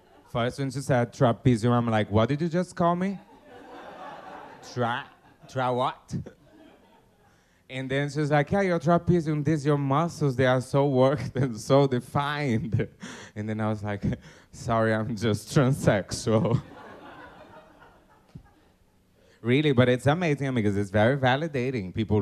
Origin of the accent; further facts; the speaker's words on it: Brazil; I'm like, bitch, I'm from Brazil. I'm like, take a flight.